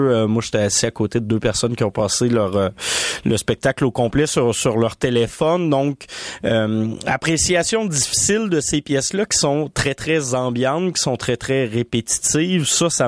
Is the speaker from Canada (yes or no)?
yes; Montreal, Quebec, Canada; en tant que Montréalaise